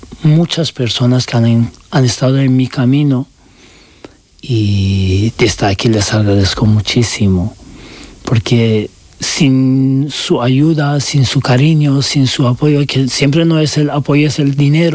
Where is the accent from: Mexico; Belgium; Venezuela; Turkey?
Turkey; Spanish is a second language; now in Spain; Y especialmente cuando eres inmigrante y LGBTI, da igual que seas también turco, porque digo, soy turco y podía pasar más sí.